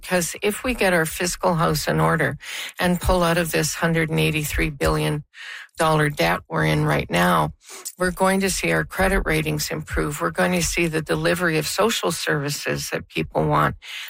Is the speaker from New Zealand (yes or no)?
no; Canada; I'm a Canadian, born and bred. We have our own way of doing things here.